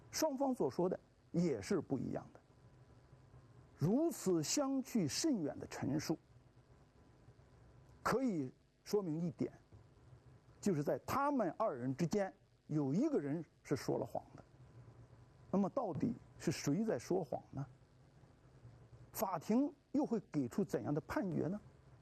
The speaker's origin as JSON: {"language": "Chinese", "country": "China"}